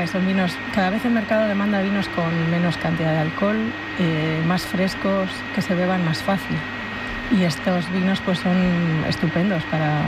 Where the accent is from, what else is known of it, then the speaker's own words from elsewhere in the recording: Zaratamo, Basque Country, Spain; estaba en mi pueblo, en Zarátamo